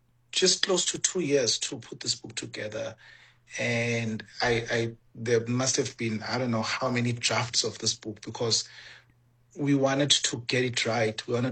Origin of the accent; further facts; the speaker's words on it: Mpumalanga, South Africa; how and when it started as a teenage boy growing up in Mpumalanga and reading everything that I could read.